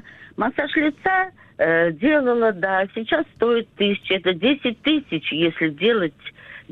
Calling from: Voronezh, Voronezh Oblast, Russia; Я звоню из Воронежа.

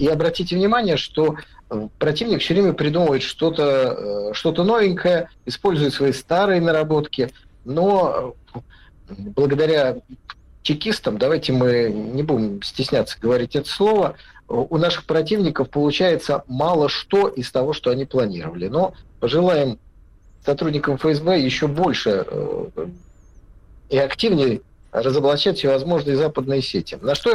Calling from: Volgograd, Volgograd Oblast, Russia; Я приветствую вас из Волгограда, Сталинграда.

